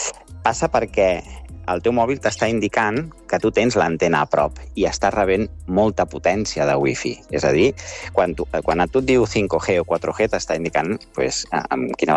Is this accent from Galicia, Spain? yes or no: yes; Galicia, Spain; jo sóc de Galícia, ara mateix estic al poble